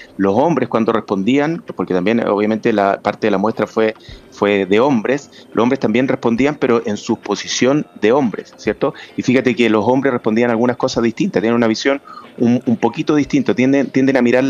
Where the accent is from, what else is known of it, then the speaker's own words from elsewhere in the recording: Chile; nosotros los chilenos